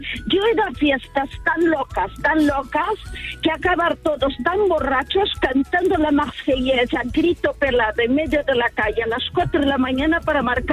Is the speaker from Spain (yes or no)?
yes; Spain